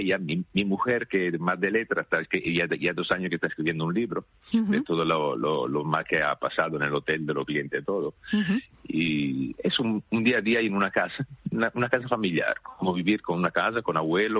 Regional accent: Italy; Spanish is a second language; Perdóname que soy italiano, alguna palabra me la pierdo.

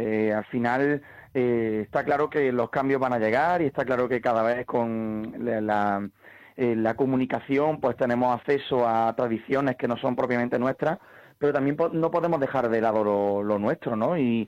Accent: Andalusia, Spain; Y como actor español, ¿no?, como actor andaluz, pues siempre me ha llamado la atención pues estos grandes clásicos.

